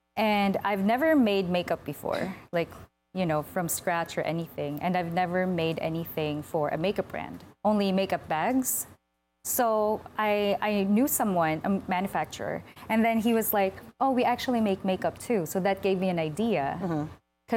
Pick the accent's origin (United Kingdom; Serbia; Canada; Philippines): Philippines; moved away as an adult; now in United States; when I left the Philippines, that's when I really knew, like, wow, I really love being Filipino.